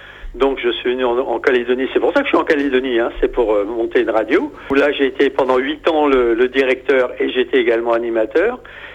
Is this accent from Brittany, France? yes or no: yes; Brittany, France; Et puis après, j'ai fait les Côtes d'Armor, puisque je suis des Côtes d'Armo